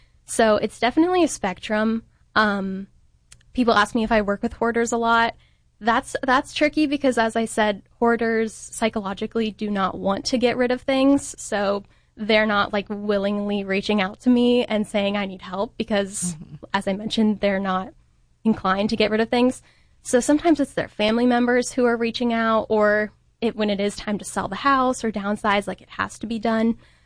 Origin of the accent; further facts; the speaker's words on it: Cincinnati, Ohio, United States; So I grew up in Cincinnati. So my family is there.